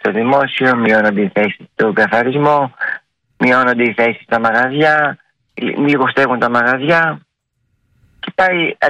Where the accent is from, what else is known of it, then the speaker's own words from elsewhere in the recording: Piraeus, Attica, Greece; also born or lived in Germany / Athens / Fourna; now in Naxos, Greece; ήμουνα Αθήνα, πήγα στη Φούνα, τώρα ήρθα στην Άξο. Στην Άξο εγώ είχα ζήσει μόνο καλοκαίρι, γιατί και εμένα οι γονείς μου με είχαν πάρει μικρό και πήγα και μεγάλωσα στην Πειραιά.